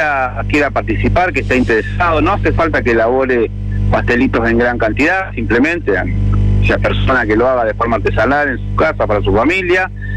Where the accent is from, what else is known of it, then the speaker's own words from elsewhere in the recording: Casilda, Santa Fe, Argentina; como todo argentino, como todo casildense